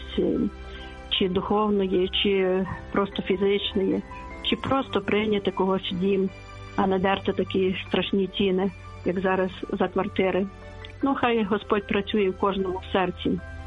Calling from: Lviv, Lviv Oblast, Ukraine; Я зі Львова

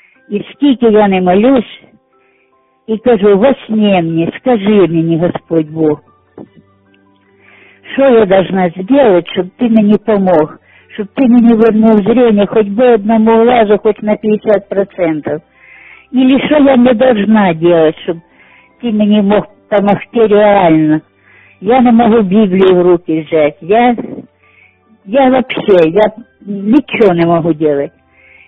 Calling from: Sumy, Sumy Oblast, Ukraine; Я з Сум дзвоню

